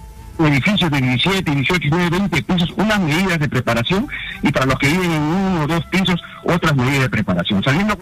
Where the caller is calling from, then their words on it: Lima, Peru; llamo desde Chorrillos.